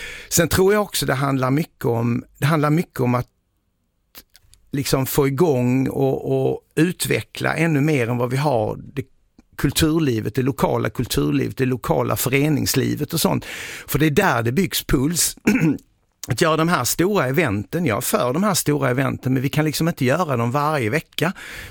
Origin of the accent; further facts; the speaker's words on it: Skåne, Sweden; Jag är egentligen skåning från början.